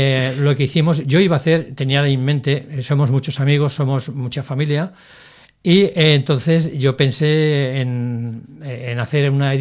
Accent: Aragon, Spain; como soy buen aragonés y por tanto tozudo

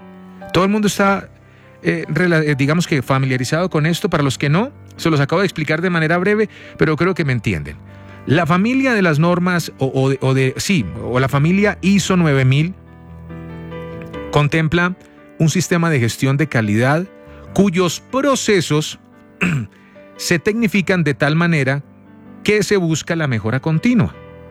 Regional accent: Colombia; Soy ciudadano colombiano. Por cédula, nací el 01-01 de 1980.

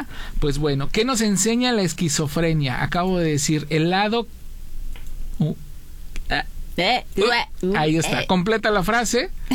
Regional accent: Mexico; si algo nos caracteriza como mexicanos, como humanos

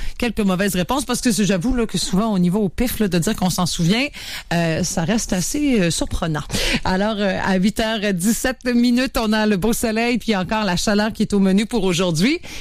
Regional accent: Cap-à-la-Baleine, Quebec, Canada; Israël qui dit on reste par chez nous au Cap à Baleine. Je te comprends, mon cher, c'est là que j'ai grandi.

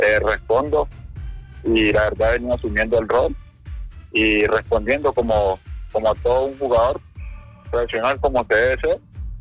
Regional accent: Tumaco, Nariño, Colombia; moved away; soy de Tumaco, Nariño, de una área de Nariño, pues. Soy de un pueblo que se llama Candelilla Río Mira, ahí crezco. Ahí me desarrollo, a los 5 años empiezo a jugar al fútbol.

